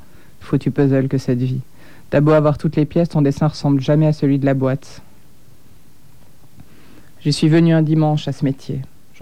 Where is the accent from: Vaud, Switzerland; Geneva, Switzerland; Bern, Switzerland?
Geneva, Switzerland; born there; Je suis née au Pâquis